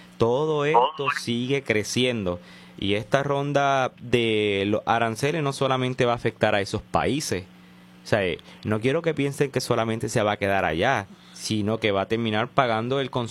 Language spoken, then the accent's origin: Spanish; Puerto Rico